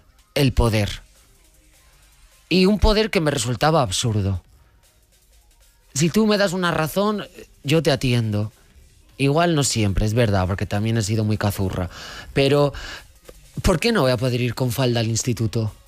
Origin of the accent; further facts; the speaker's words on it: Magaluf, Balearic Islands, Spain; Yo me crié en Magaluf.